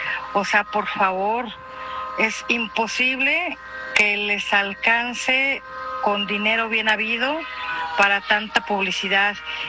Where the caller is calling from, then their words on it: Mexico; de Las Águilas